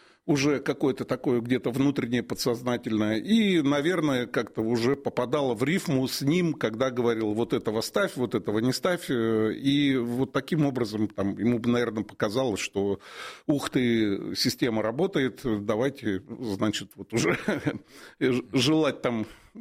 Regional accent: Siberia, Russia; я из Сибири родом

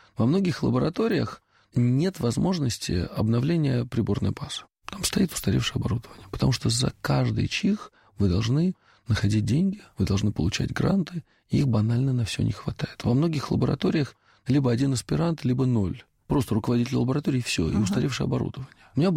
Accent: Russia; moved away as an adult; also born or lived in United Kingdom / Switzerland / United States; когда уезжал из России, не думал, что когда-нибудь сюда вернусь, и этого не желал. Я хотел уехать отсюда навсегда.

